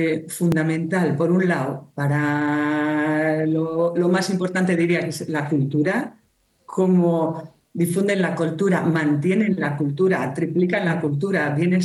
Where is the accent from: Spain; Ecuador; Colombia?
Spain; Bilbao, Basque Country; born there; yo nací en Bilbao.